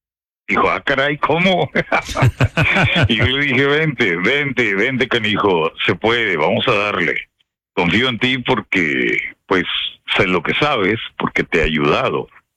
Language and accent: Spanish; Piedras Negras, Coahuila, Mexico; now in United States; cuando estaba en México, en la frontera, en Piedras Negras, de donde yo vengo, Se escuchaba música tejana.